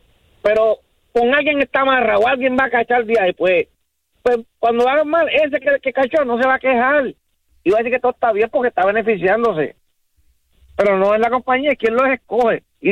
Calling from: Río Piedras, San Juan, Puerto Rico; de Río Piedra.

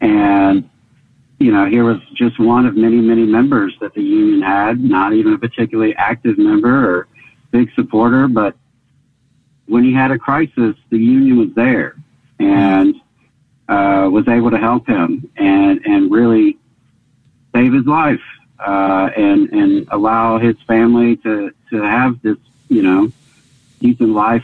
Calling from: Birmingham, Alabama, United States; In from Birmingham today.

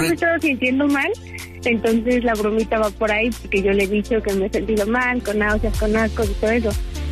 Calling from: Los Reyes, State of Mexico, Mexico; Trabajo en Iztapalapa, pero vivo por Los Reyes.

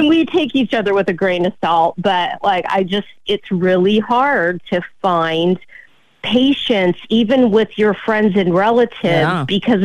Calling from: San Francisco Bay Area, California, United States; I'm from the Bay Area

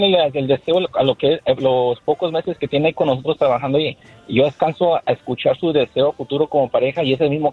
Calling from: Cuisillos, Jalisco, Mexico; soy Jalisco, lo has oído mucho, Cuisillos.

